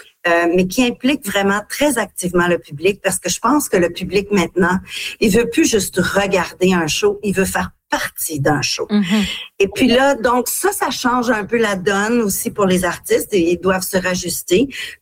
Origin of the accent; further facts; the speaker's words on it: Ontario, Canada; Moi, je suis une franco-ontarienne avec, j'ai mon tatou franco-ontarien, comme on dit, depuis longtemps.